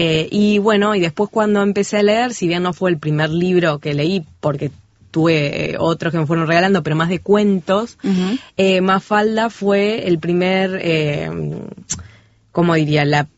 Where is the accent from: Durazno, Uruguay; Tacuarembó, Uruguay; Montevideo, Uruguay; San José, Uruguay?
Montevideo, Uruguay; born there; also born or lived in interior of Uruguay; porque yo nací en Montevideo, pero a los poquitos años viví 3 años en el interior. Cuando tenía 8 años volvemos a vivir en Montevideo, en el barrio que estaba antes